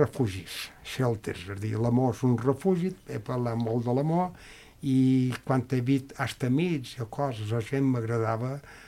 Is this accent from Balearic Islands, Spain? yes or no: yes; Mallorca, Balearic Islands, Spain; un meu pecat de mal mallorquí